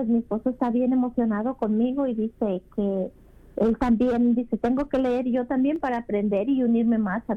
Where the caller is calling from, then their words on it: Chicago, Illinois, United States; De Chicago, Gaby.